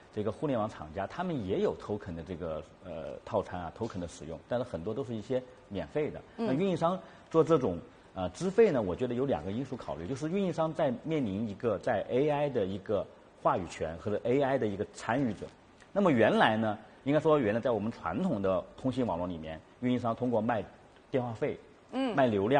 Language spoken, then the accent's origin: Chinese; China; 我们中国人很多